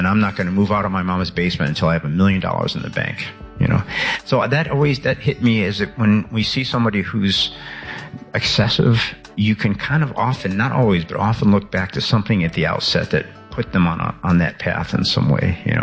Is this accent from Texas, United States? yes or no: no; Chicago, Illinois, United States; I grew up in Chicago on the South Side, and there was a very, you know, very male-centered time.